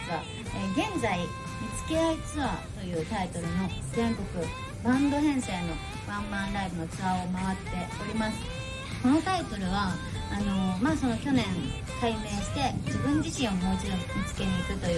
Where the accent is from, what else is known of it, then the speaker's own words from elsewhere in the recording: Osaka, Japan; born there; 私は2001年大阪生まれで、14歳の頃から歌を歌っているので